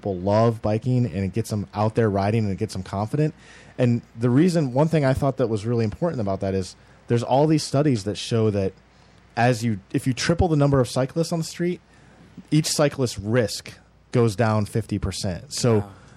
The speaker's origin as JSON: {"language": "English", "region": "Michigan", "country": "United States", "moved": "yes", "lives_now": "Los Angeles, United States", "said": "I'm from Michigan originally."}